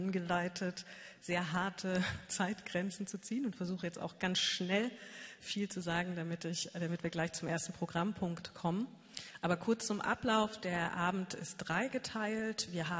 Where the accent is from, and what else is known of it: Wernigerode, Saxony-Anhalt, Germany; born or raised there